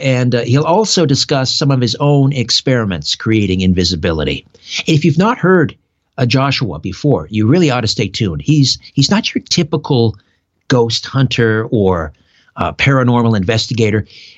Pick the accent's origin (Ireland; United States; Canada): Canada; Brantford, Ontario; my hometown of Brantford, Ontario.